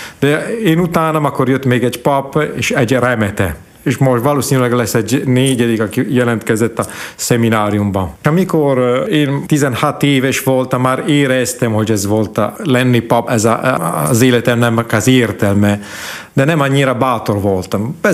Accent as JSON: {"language": "Hungarian", "country": "Italy", "tie": "born or raised there", "second_language": "Hungarian", "moved": "as an adult", "lives_now": "Slovakia", "said": "a szülőfalumban, annak ellenére, hogy nagyon katolikus falu, talán a legkatolikusabb olasz régióban áll a falum"}